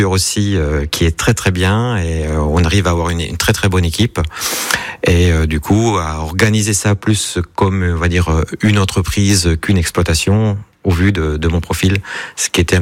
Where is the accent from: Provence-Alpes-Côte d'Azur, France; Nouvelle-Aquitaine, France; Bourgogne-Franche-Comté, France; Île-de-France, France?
Bourgogne-Franche-Comté, France; Alors, je suis de l'Est de la France, je suis franc-comtois.